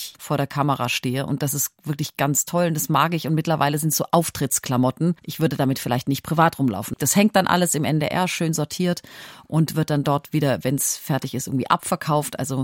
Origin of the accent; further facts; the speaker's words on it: Ludwigsburg, Baden-Württemberg, Germany; now in Hamburg, Germany; ich komme ja aus Ludwigsburg, das ist bei Stuttgart